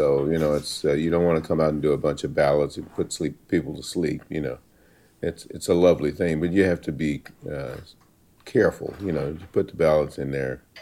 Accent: Nashville, Tennessee, United States; now in San Francisco Bay Area, United States; Originally Nashville, Tennessee.

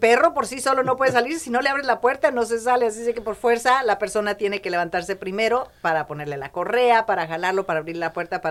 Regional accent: Jalostotitlán, Jalisco, Mexico; Pero es Jalos, Totitlán, Jalisco... mejor conocido como Jalos, y bueno, pues es una pequeña ciudad, porque ya pasa de los 80,000 habitantes.

